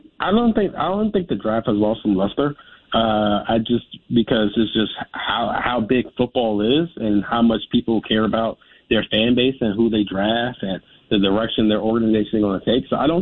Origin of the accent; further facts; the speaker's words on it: Maryland, United States; I could say Baltimore, just given fact, I'm from Maryland